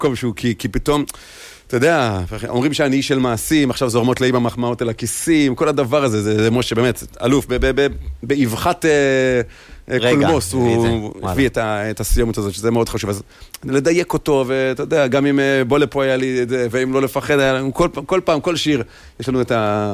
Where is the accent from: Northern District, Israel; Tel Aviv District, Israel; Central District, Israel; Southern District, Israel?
Northern District, Israel; Safed; כן, כן, כן.